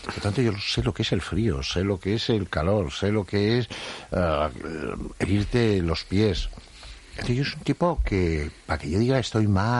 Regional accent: Madrid, Community of Madrid, Spain; also born or lived in Estella; padres que me llevaron a nacer a Estella, pero yo he vivido toda la vida en Madrid, en Chamberí

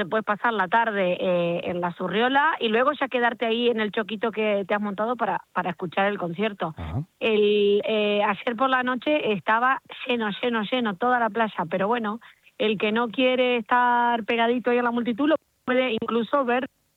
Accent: Basque Country, Spain; somos vascos, estamos acostumbrados a la lluvia

